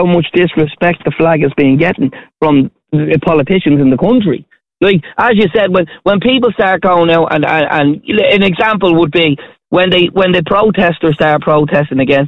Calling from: Ireland; I love being Irish. I'm proud to be Irish.

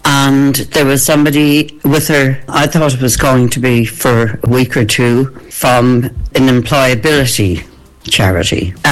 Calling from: Galway, Connacht, Ireland; I'm calling from Galway City.

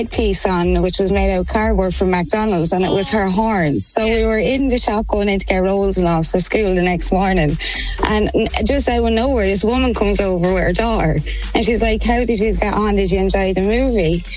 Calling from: Fuerteventura, Canary Islands, Spain; Myself and my son moved to Fuerteventura when he was two.

